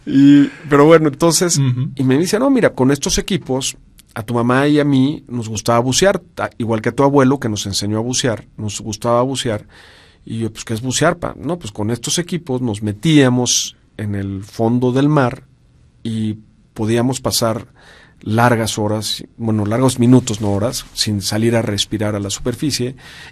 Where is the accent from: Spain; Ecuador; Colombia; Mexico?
Mexico; Hidalgo; born there; also born or lived in Mexico City; yo nací aquí en la Ciudad de México en 1972 y recién nacido me fui a vivir a un pueblo muy pequeñito, pero muy pequeñito. En ese entonces no viven más de 200 personas en ese pueblo